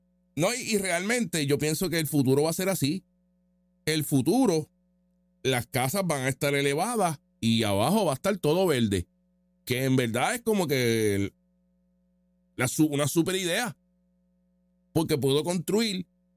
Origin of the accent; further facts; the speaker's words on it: Puerto Rico; O sea que yo como puertorriqueño no tengo derecho a tener una casa.